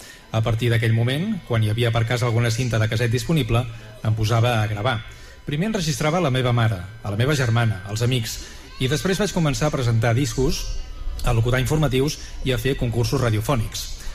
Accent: Terrassa, Catalonia, Spain; Jo sempre dic que Talamanca és el meu poble, però no perquè hi hagi nascut, jo sóc terrassenc

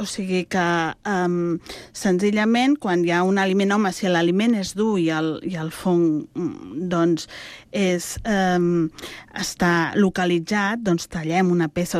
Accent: Montcada i Reixac, Catalonia, Spain; jo de petita vivia a Montcada

